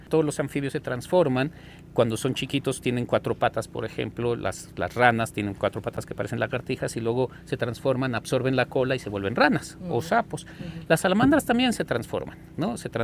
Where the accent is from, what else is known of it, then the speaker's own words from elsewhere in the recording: Mexico; nuestra identidad como mexicanos.